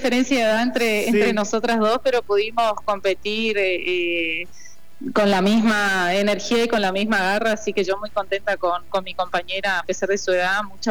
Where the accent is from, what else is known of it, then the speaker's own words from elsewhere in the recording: Oberá, Misiones, Argentina; Oriunda de Oberá, yo tengo 38 años.